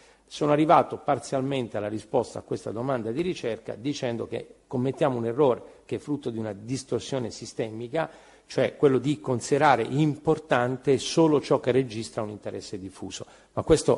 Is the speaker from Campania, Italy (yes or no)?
no; Apulia, Italy; moved away as an adult; now in Rome, Italy; qui in gran parte siamo meridionali, siamo pugliesi.